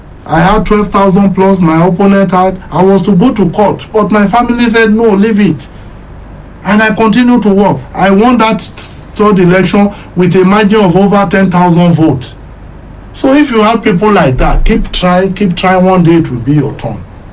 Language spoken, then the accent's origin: English; Ondo, Nigeria; first language Yoruba (Akure dialect); English is a second language; I will use my mother tongue to speak. I cannot be speaking English. In fact, I would prefer to speak Akure.